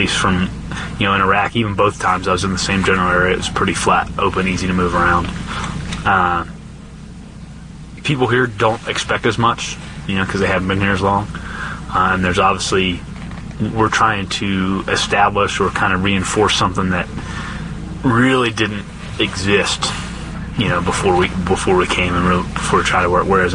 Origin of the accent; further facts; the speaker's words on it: Maryland, United States; And then I grew up near the Naval Academy in Annapolis